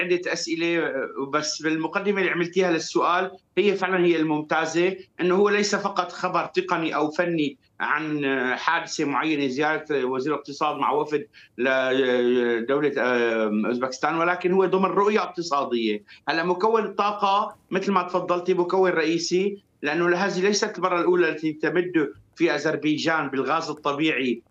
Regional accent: Syria; انا كمواطن سوري

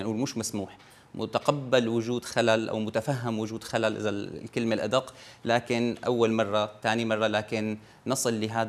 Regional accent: Syria; يعني بجوز لانتمائه لمؤسسه كلاتنا كسوريين بنحبها

